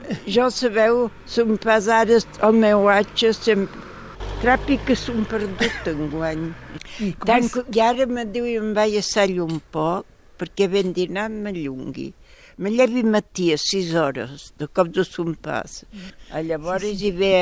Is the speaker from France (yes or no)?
yes; Py, Occitania, France; also born or lived in Ripollès, Catalonia, Spain; I quan vaig venir tenia 5 anys. I voilà, i sempre més a Pi, dins les muntanyes